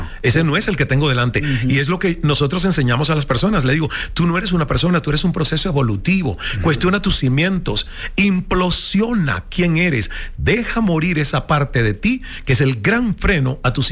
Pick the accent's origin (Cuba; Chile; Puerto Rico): Cuba; moved away as an adult; En un país donde Cuba no me enseñaron a emprender, no me enseñaron a aprender a pensar, sino a repetir panfletos de un partido comunista. Y yo salí a los 28 años.